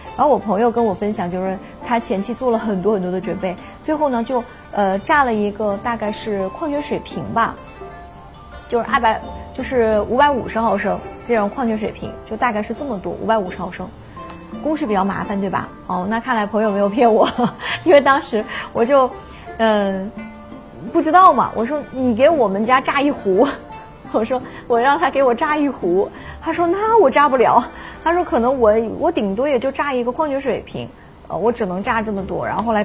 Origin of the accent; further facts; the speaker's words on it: Hunan, China; 现在作为一个湖南人，我已经不太能够吃太咸太辣的一些菜